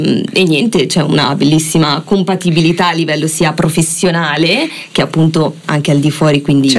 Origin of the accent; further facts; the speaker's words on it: Milan, Lombardy, Italy; moved away as an adult; also born or lived in Portugal; Poi una volta che ho finito sono ritornata nella mia città natale, quindi a Milano